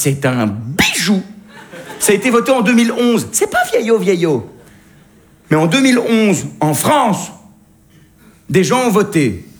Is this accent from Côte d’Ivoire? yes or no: no; Belgium; je viens de Belgique.